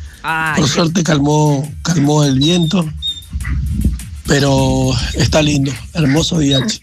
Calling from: Colonias Unidas, Itapúa, Paraguay; Así está el clima por las Colonias Unidas.

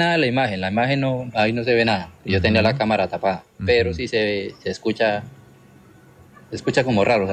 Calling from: Piedecuesta, Santander, Colombia; Desde Piedecuesta, Santander

